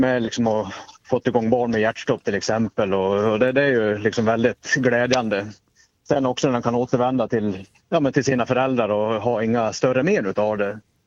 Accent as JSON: {"language": "Swedish", "town": "Vansbro", "region": "Dalarna County", "country": "Sweden", "said": "hemma i Vansbro där jag kommer ifrån."}